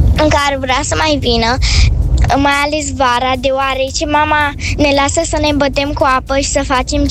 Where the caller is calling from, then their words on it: Bucharest, Romania; din București.